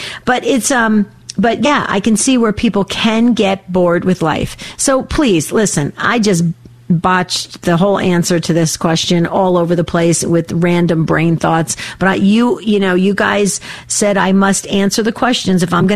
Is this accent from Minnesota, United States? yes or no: no; New Jersey, United States; now in Arizona, United States; I grew up in Jersey. We don't have any grass in Arizona.